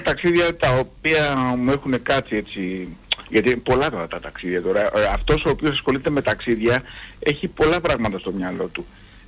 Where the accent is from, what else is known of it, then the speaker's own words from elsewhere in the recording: Athens, Attica, Greece; now in Amfissa, Greece; Είμαι εδώ στην περιοχή της Φωκίδας τα τελευταία 28 χρόνια. Είμαι ερωτικός μετανάστης από την Αθήνα, εν πάση περιπτώσει.